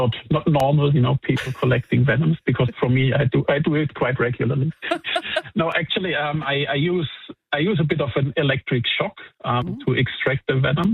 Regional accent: Germany; Because I'm from Europe, from Germany originally, and I already was aware quite a while ago about the problem that varroa mites are causing to, you know, the bee industry in Europe and all around the world.

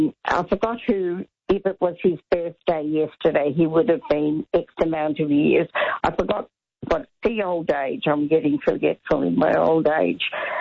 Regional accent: Western Australia, Australia; moved away; But it did remind me when we came to Melbourne from Western Australia. It was in 1956, and my parents bought a house in Young Street, Fitzroy

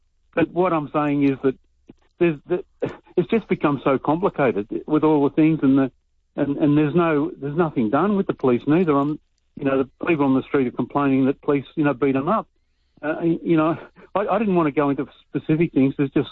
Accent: Australia; born there; I was born in Australia and I've got distant Aboriginal descent.

